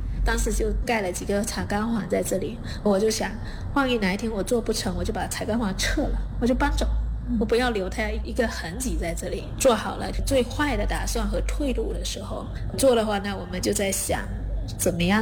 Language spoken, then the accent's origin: Chinese; Fujian, China; 然后而且我从福建来的，很喜欢吃新鲜，不喜欢冰冻的